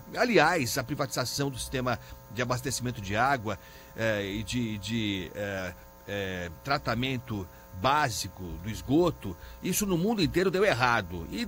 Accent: São Paulo, Brazil; quem está pagando o preço somos nós, paulistas e paulistanos, e quem vem para São Paulo para fazer negócios

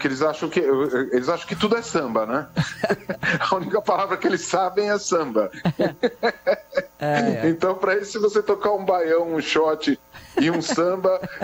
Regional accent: São Paulo, Brazil; Eu sou paulistano da Gema, né?

